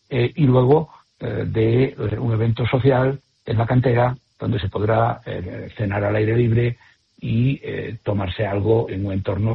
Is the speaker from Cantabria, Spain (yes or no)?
no; Galicia, Spain; Somos gallegos, nos gusta presumir de lo que tenemos